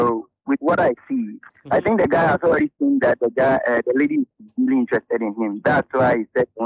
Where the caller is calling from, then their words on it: Accra, Greater Accra, Ghana